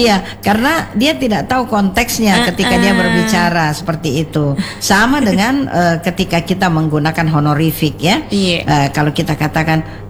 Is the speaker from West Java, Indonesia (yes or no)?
no; South Sulawesi, Indonesia; Kalau kita orang Sulawesi Selatan itu kita Anda.